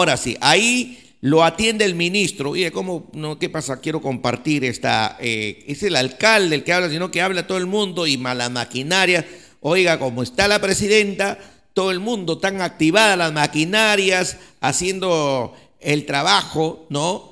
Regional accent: Peru; nosotros somos los peruanos así

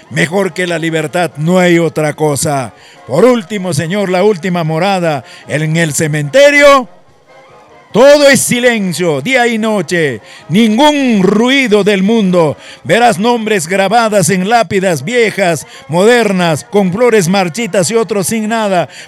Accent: Peru; somos compatriotas peruanas.

